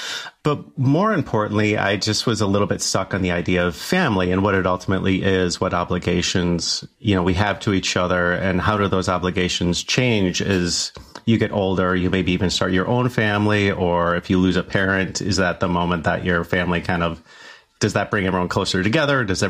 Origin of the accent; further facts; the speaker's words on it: Chicago, Illinois, United States; I'm from the Chicago area. And so Michigan is our beloved neighbor.